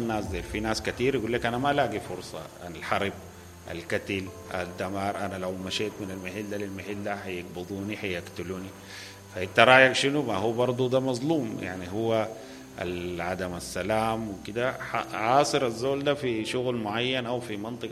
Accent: Sudan; راحة لنا كلنا كسودانيين

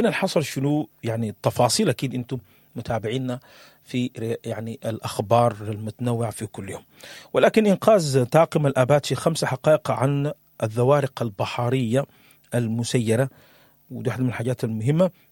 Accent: Sudan; ونبتدي بها من بلدنا السودان.

